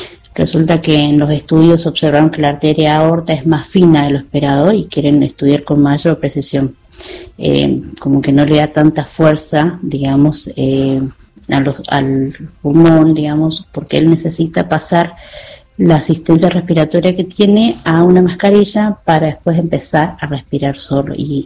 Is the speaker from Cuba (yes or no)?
no; San Luis, Argentina; moved away as an adult; now in Buenos Aires, Argentina; somos de San Luis, estamos acá, tenemos un hijo en San Luis que tiene 14 años, Jordán.